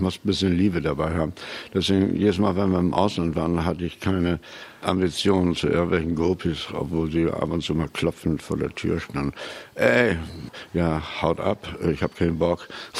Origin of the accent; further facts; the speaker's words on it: Lower Saxony, Germany; born there; also born or lived in Varel / Oldenburg; now in Wilhelmshaven, Germany; Nein, ich bin hier oben geboren. Ich bin in Sonderbusch geboren, das ist in der Nähe von Wilhelmshaven. Und mein erster Atemzug war Salzluft, Jodluft und die Temperatur hier oben in Norddeutschland.